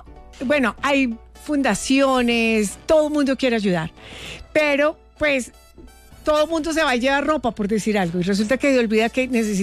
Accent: Eje Cafetero, Colombia; desde mi tierra en el eje cafetero

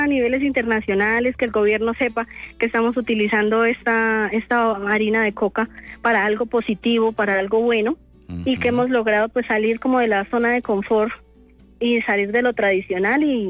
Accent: Guacamayas, Boyacá, Colombia; nosotros somos una comunidad de Guacamayas, Boyacá, donde trabajamos la cestería en rollo.

